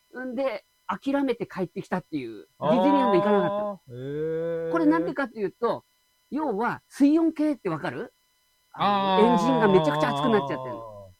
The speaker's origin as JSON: {"language": "Japanese", "region": "Tochigi", "country": "Japan", "tie": "born there", "accent": "Tochigi accent (namari)", "moved": "as an adult", "said": "栃木が25年。"}